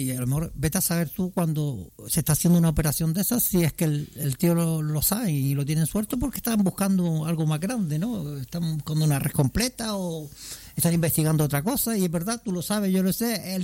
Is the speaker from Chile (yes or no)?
no; Santa Brígida, Canary Islands, Spain; en Santa Brígida, por nombrar mi pueblo también.